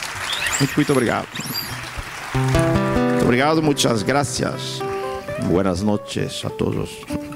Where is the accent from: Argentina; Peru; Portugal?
Portugal; Évora, Alentejo; Spanish is a second language; yo soy natural aquí de Évora, que está más cerquita. Aquí no, ahí, para ese lado, me parece. Si la luna está ahí, Évora estará para allá. Bueno, y entonces he venido a Badajoz tantas y tantas veces desde niño